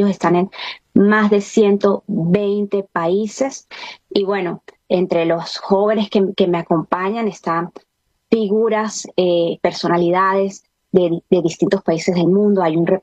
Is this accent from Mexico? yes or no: no; Venezuela; todo lo que hacemos como venezolanos y que nos representa.